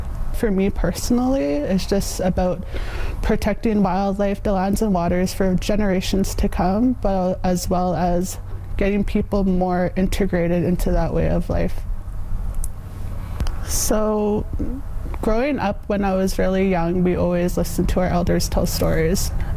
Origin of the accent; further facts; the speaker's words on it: Northwest Territories, Canada; I'm from Toledo, Northwest Territories, a little place called the Sawtooth Region.